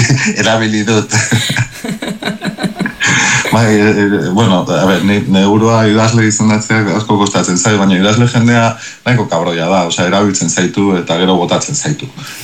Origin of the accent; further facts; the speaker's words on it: Basque Country, Spain; ze azkenean, pues, ni Euskal Herrikoa naiz, orduan nahi gabe ere, ba, jakina, ba, irriste egiten dizu euskalkeri batek, edo.